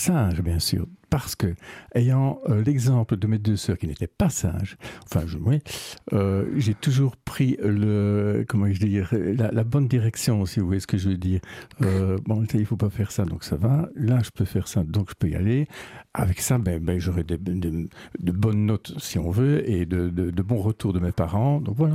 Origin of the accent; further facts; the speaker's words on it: Hasselt, Flanders, Belgium; also born or lived in Landen / Brussels; mon papa étant militaire, donc j'ai grandi à Hasselt, Landen, Bruxelles.